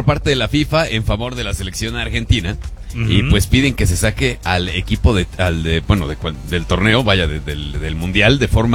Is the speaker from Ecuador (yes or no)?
no; Mexico